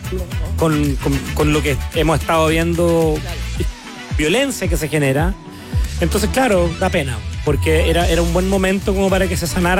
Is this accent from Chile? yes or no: yes; Chile; siendo un chileno promedio